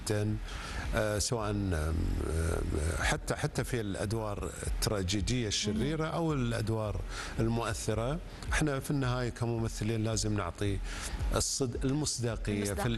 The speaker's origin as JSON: {"language": "Arabic", "country": "Saudi Arabia", "said": "السينما عندنا في السعودية"}